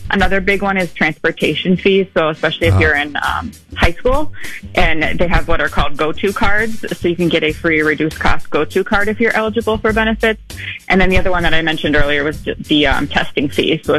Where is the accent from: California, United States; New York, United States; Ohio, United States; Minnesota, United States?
Minnesota, United States; Minneapolis; So I'm from Minneapolis, so I'm speaking specifically for Minneapolis